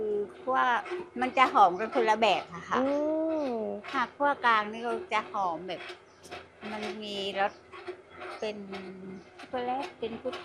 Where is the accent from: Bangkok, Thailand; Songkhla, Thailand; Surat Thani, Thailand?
Surat Thani, Thailand; now in Ranong, Thailand; เป็นคนสุราษฎ